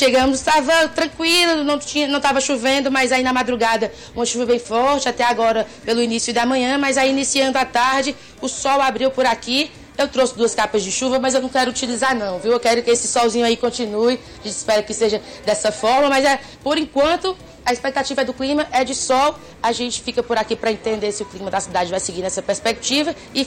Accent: Ceará, Brazil; claro que nós que viemos do estado do Ceará queremos que esse título vá para a capital cearense mais uma vez

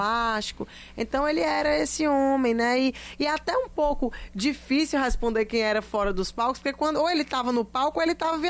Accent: Ceará, Brazil; é porque a gente é do Ceará, né? Eu sou a única filha nordestina, a única filha cearense

